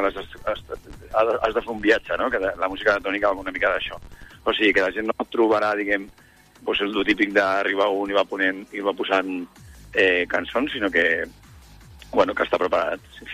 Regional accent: Parets del Vallès, Catalonia, Spain; som veïns de Parets

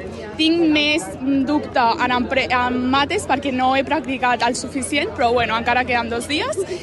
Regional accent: Malgrat de Mar, Catalonia, Spain

